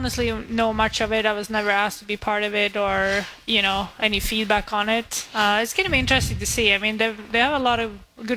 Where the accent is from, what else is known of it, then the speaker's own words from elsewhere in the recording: Sweden; moved away; I know there was a lot of people from my hometown in Sweden who came